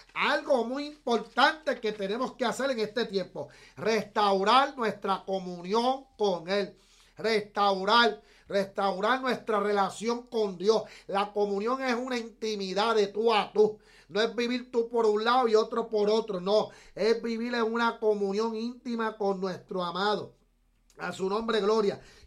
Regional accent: Puerto Rico; yo soy puertorriqueño

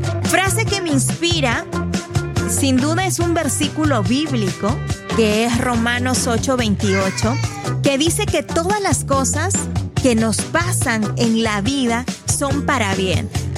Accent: Peru; como buena peruana, un buen ceviche, por favor.

